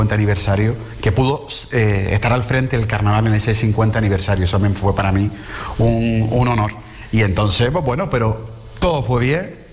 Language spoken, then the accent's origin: Spanish; Las Palmas de Gran Canaria, Canary Islands, Spain; por servir a la gente de mi ciudad, porque amo Las Palmas de Gran Canaria, soy orgulloso de donde soy.